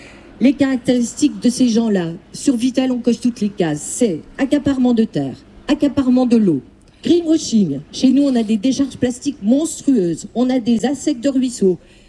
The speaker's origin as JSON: {"language": "French", "town": "Vittel", "region": "Grand Est", "country": "France", "said": "Je viens de Vittel. Je viens de Vittel"}